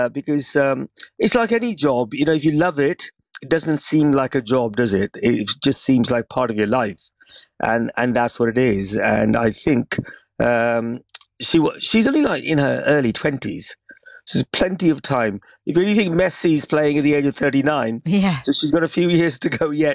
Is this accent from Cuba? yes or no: no; India; now in United Kingdom; I come from India originally, where I used to play football